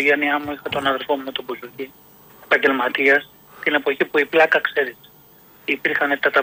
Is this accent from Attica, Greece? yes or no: yes; Kallithea, Attica, Greece; moved away as an adult; also born or lived in Egaleo / Nea Smyrni / Ilion; now in Mandra, Greece; Εκεί πέρασα τα παιδικά μου χρόνια. 2 ετών έφυγα από το Εγάλεο. Έζησα στην Καλλιθέα μέχρι και τα. Έζησα συνολικά 33 χρόνια.